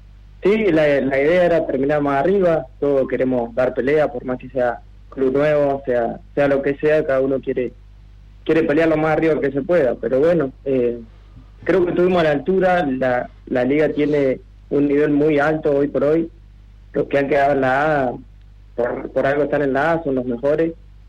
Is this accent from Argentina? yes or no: yes; Puelén, La Pampa, Argentina; Juego acá en 25, pero sí, soy de Puelén. Mi pueblo es Puelén.